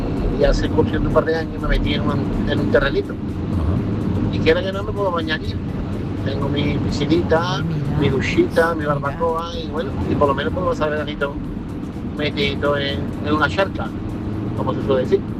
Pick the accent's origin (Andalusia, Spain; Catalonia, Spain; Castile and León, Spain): Andalusia, Spain; Seville